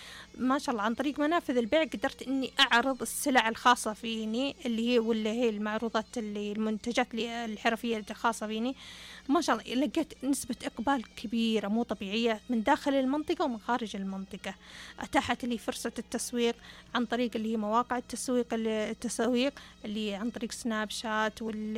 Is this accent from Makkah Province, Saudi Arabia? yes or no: no; Asir, Saudi Arabia; بما أن عندنا هنا في منطقة عسير